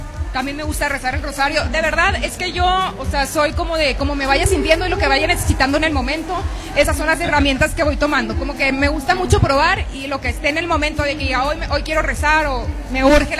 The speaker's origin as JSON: {"language": "Spanish", "town": "Hermosillo", "region": "Sonora", "country": "Mexico", "said": "yo soy de Hermosillo, Sonora"}